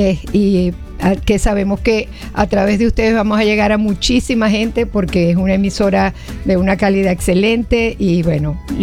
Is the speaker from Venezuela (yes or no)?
yes; Maracaibo, Zulia, Venezuela; also born or lived in Miami; somos maracuchas que vivimos en Miami o que vivimos en Maracaibo